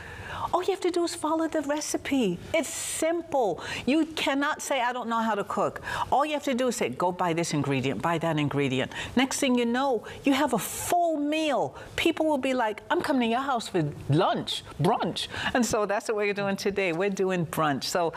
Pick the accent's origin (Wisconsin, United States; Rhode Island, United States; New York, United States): New York, United States; Brooklyn; I'm from Brooklyn.